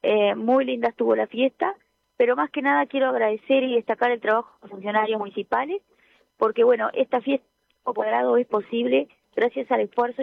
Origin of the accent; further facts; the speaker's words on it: Vergara, Treinta y Tres, Uruguay; la gente de mi pueblo, de Vergara